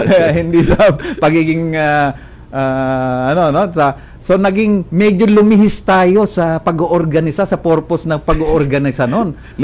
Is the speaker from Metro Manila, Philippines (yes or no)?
yes; Caloocan, Metro Manila, Philippines; sa Tiga-Caloocan kami noon, eh, no? Pumapasok ako sa eskwela, simpleng tao lang tayo noon, nag-jeep tayo, nagbubus, nagta-tricycle.